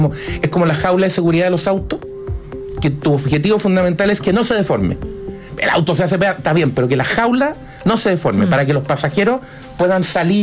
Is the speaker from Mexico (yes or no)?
no; Chile